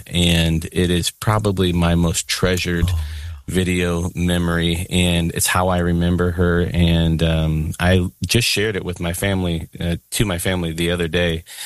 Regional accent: Illinois, United States; I grew up in the Chicago suburbs my mom and dad were really young when they had me

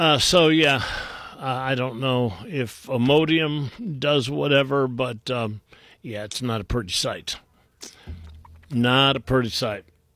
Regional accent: Willowick, Ohio, United States; I grew up in Willowick, which is just a little... houses are basically one right next to the next

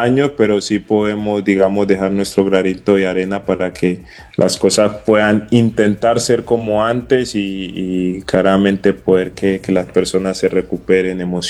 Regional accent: Cali, Valle del Cauca, Colombia; moved away; Soy caleño y me encanta la salsa

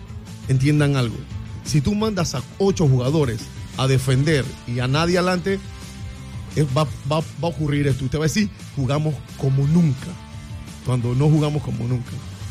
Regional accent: Panama; Yo soy panameño

